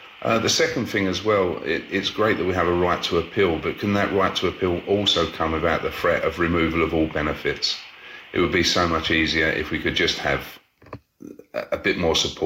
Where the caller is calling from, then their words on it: London, United Kingdom; I'm from East London.